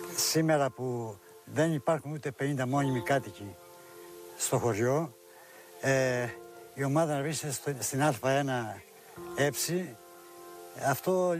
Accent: Damasta, Crete, Greece; moved away; also born or lived in Athens

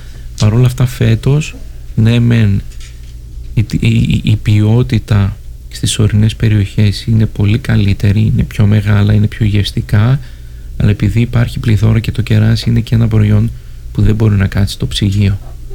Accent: Greece; σαν Έλληνες

